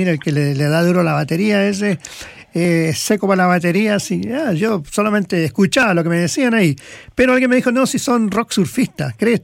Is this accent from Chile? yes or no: yes; Chile; Y me decía, mira, ¿tú de dónde sos? Soy chileno.